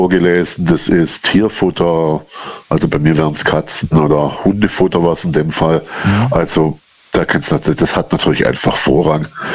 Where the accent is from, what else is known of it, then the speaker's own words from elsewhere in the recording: Baden-Württemberg, Germany; So 40 Kilometer nördlich von Stuttgart, also okay. Nördlich ja Rems-Murr-Kreis, ja.